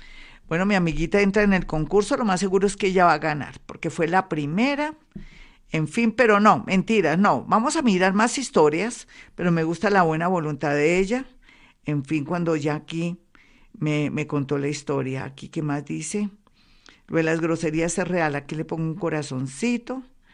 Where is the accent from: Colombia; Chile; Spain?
Colombia; ¿Ustedes por qué creen que los colombianos, en medio de tanto rollo, de tantas cosas, son felices o somos felices?